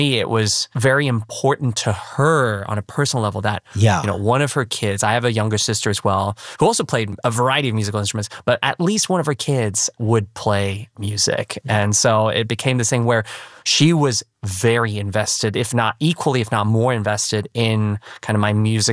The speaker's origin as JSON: {"language": "English", "country": "Taiwan", "moved": "yes", "lives_now": "Australia", "said": "You know, being a first-gen immigrant, mm-hmm. we immigrated from Taiwan to Australia."}